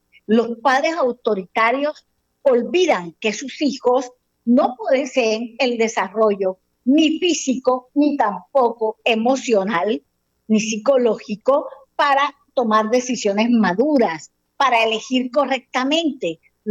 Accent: Colombia; aquí todos somos colombianos

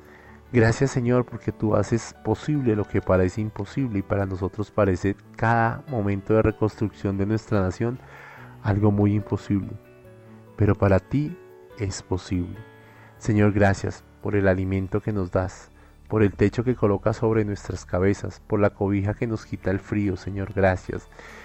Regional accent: Colombia; ese corazón bondadoso que tenemos como los colombianos.

